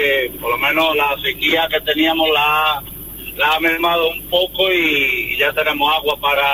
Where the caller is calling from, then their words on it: Loja, Andalusia, Spain; está en Loja, Granada. Voy dirección Montefrío.